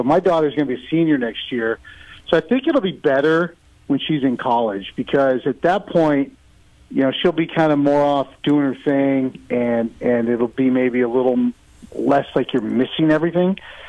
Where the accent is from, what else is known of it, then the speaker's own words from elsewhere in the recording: Montana, United States; but I grew up in Montana, one-room schoolhouse, went off to boarding school as a scholarship kid